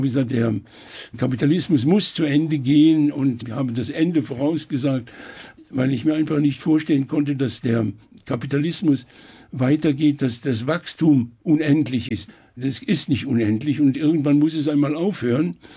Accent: Eifel, Germany; now in Italy; Naja, ich habe immer die Eifel, Main, also immer als meine Heimat betrachtet. Ich habe zwar sicher mal in Italien in meinen ersten Jahren dort meine zweite Heimat gesucht und muss ehrlich sagen, ich habe sie nicht gefunden.

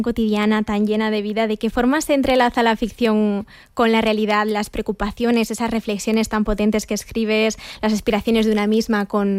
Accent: Madrid, Community of Madrid, Spain; born there; also born or lived in Barcelona; yo nací en Barcelona, pero vivo en Madrid desde muy pequeñita, aún así toda mi familia sigue viviendo allí y me siento pues tremendamente conectada con la ciudad.

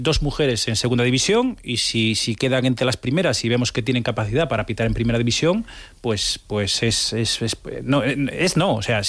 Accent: Vigo, Galicia, Spain; O sea, mi familia era de Vigo también.

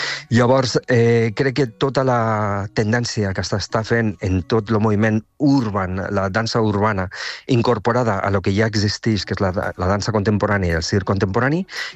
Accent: Tortosa, Catalonia, Spain; moved away as an adult; also born or lived in Barcelona / Belgium; now in Tortosa, Spain; Bueno, Tortosa, com deia abans, és la meva ciutat natal.

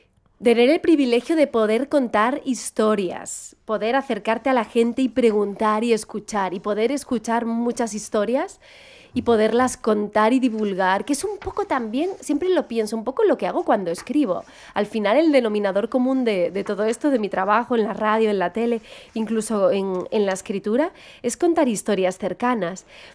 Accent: Galicia, Spain; accent: Galician; Creo que es un poco gallego, que tengo esas entonaciones cantarinas porque soy gallega

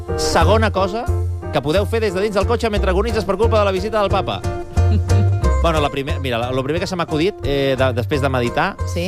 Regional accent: Terrassa, Catalonia, Spain; Jo soc de Terrassa i vaig estudiar a l'Autònoma.

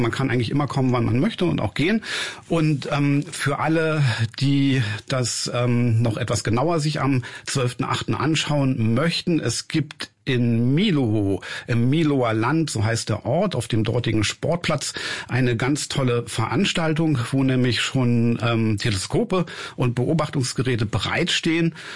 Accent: Berlin, Germany; moved away as an adult; now in Potsdam, Germany; ich bin unheimlich dankbar, dass ich so tolle Jahre in Berlin hatte. Hier bin ich geboren, hier bin ich aufgewachsen und nach Potsdam wollte ich schon früh und jetzt habe ich beides.

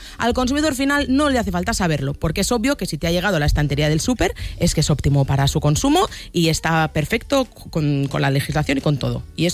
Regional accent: Spain

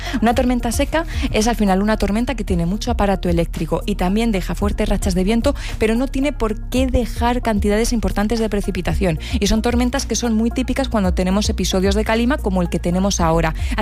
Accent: Extremadura, Spain; las típicas casas que tenemos en mi pueblo, que mi pueblo está en Extremadura

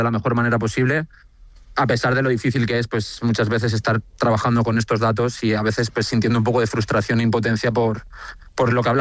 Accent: Fuerteventura, Canary Islands, Spain; also born or lived in San Sebastián; Yo me he criado en Fuerteventura, soy de Donostiarra, pero me he criado en Fuerteventura.

